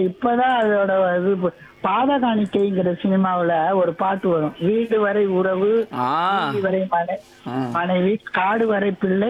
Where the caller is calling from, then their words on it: Chennai, Tamil Nadu, India; west மாம்பழம்